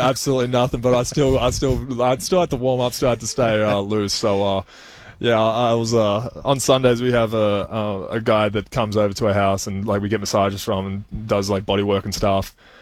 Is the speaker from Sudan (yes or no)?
no; Australia; accent: Australian; now in Arizona, United States; I'm from Australia, we drive on that side of the road.